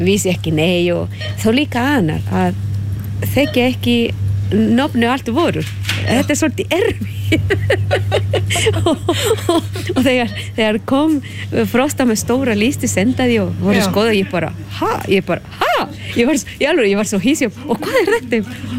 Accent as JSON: {"language": "Icelandic", "country": "Honduras", "second_language": "Icelandic", "moved": "yes", "lives_now": "Grenivík, Iceland", "said": "og ég kem frá Honduras."}